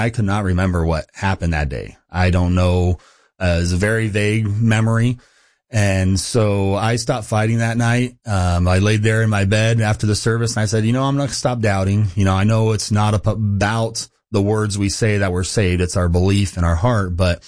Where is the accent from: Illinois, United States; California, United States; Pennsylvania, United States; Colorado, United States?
California, United States; Fresno; also born or lived in Stockton; Yes, grew up in California, Central California, and Fresno is my hometown. And was born in Stockton, raised in Fresno my whole life. And my family went to a Baptist church there in Central California in Clovis called Central Baptist Church.